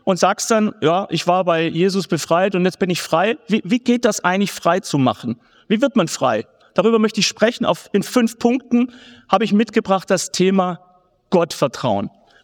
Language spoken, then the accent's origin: German; Baden-Württemberg, Germany; Schwaben hier vielleicht zufällig? Ich bin selber Schwabe.